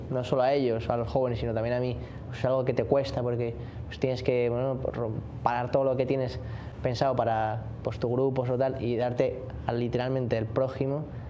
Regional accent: Madrid, Community of Madrid, Spain; moved away as an adult; now in Miami, United States; para el que no me conozca todavía. Tengo 23 años, estoy aquí en la parroquia St. Kieran en Miami, ayudando con el movimiento Schoenstatt y la parroquia, y soy de Madrid.

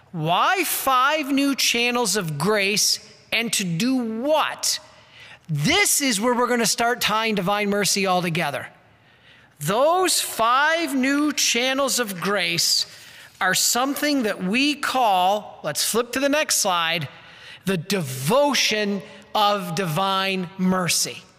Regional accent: Detroit, Michigan, United States; I come from Detroit.

